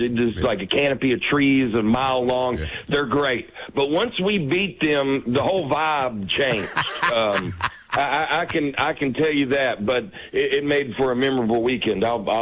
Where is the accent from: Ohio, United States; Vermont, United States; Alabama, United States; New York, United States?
Alabama, United States; also born or lived in Charleston, West Virginia; I was born in Charleston, and I lived there till I was 9, and then I moved to Alabama.